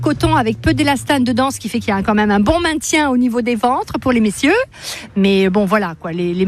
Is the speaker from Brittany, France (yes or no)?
no; Paris, Île-de-France, France; born there; moved away as an adult; now in Marseille, France; Je suis née à Paris, dans le 10e arrondissement. J'adore Paris. Mais c'est vrai que ça fait maintenant presque 30 ans que je suis sur Marseille et j'y suis bien.